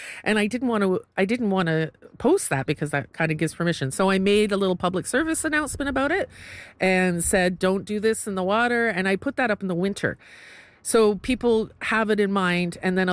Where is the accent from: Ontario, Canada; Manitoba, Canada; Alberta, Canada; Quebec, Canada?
Ontario, Canada; Toronto; now in Newfoundland and Labrador, Canada; So born and raised in Toronto downtown. And first trip 23 years ago and just fell in love with this province and this particular area. Like my parents are Irish.